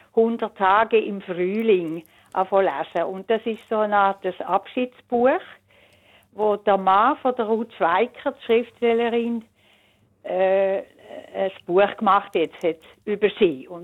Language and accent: German; Basel, Basel-Stadt, Switzerland; now in St. Gallen, Switzerland; Ja, das ist, Basel ist eigentlich meine Heimat. Also, und ich wohne jetzt einfach schon lange in St. Gallen, aber ich gehe immer wieder gerne auf Basel.